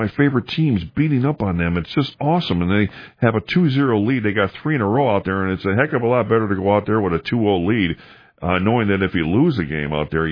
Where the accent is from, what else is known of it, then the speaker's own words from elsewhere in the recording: Wisconsin, United States; I'm from Wisconsin